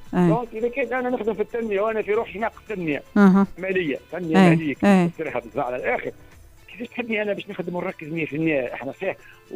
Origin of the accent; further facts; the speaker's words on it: Tunisia; انا مواطن تونسي